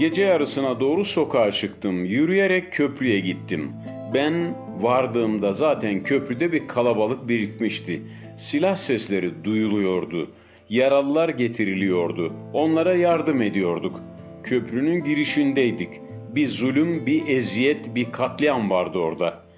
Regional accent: Black Sea Region, Turkey; Ben Karadenizliyim.

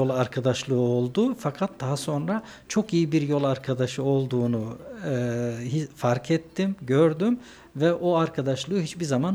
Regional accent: Anatolia, Turkey; also born or lived in Istanbul; now in Ankara, Turkey; Küçük bir Anadolu şehrinde doğup büyüdüm. Dolayısıyla 80'li yıllarda doğdum ve 80'lerin çocuğuyum.

